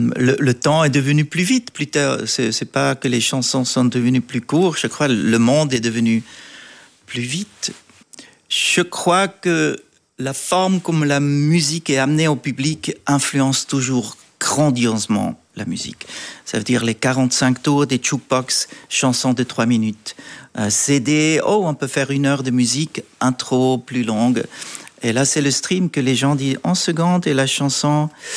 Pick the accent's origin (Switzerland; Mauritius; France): Switzerland; German-speaking Switzerland; French is a second language; Je suis Suisse allemand, oui.